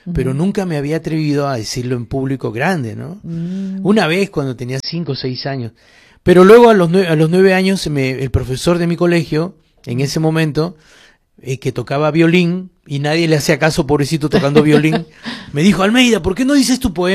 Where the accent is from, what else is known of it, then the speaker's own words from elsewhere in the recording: Ayacucho, Peru; vengo de Ayacucho